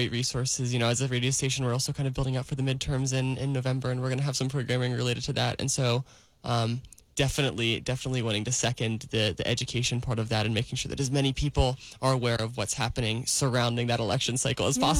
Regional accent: Philadelphia, Pennsylvania, United States; I'm from Philadelphia.

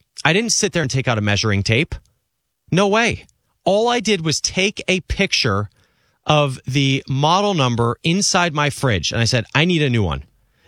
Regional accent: New Jersey, United States; If I had access to tools like this when I was an 11-year-old, 12-year-old, 13-year-old growing up in New Jersey as a somewhat creative.

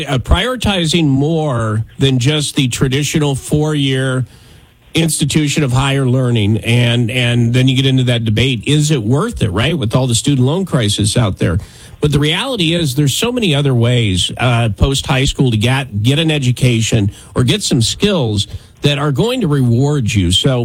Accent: Wyoming, United States; moved away; Yeah, I'm from Wyoming originally

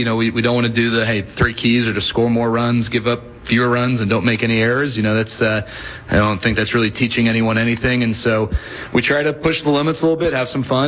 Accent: Dallas, Texas, United States; Now, I grew up in Dallas. I grew up a huge Rangers fan.

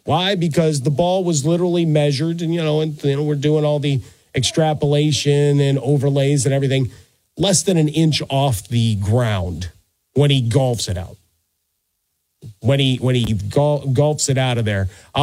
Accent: Chicago, Illinois, United States; certainly big events related to my hometown of Chicago.

